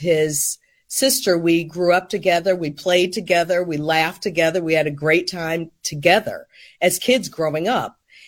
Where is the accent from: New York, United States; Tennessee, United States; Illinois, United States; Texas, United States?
Illinois, United States; Chicago; I grew up in Hyde Park until I was nine.